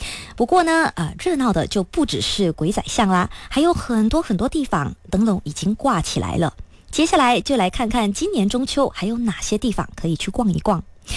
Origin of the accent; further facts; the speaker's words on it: Kuala Lumpur, Malaysia; 我就想起我是从小在吉隆坡长大嘛，那稻米对我来说其实是很理所当然的存在